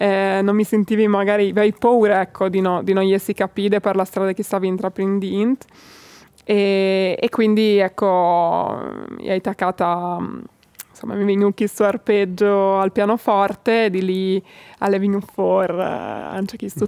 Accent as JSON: {"language": "Italian", "town": "Codroipo", "region": "Friuli-Venezia Giulia", "country": "Italy", "said": "io sono di Codroip, però sono di Lonche proprio."}